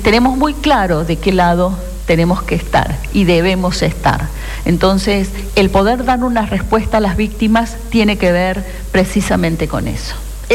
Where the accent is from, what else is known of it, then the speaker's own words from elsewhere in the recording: Argentina; una asignatura pendiente que teníamos como argentinos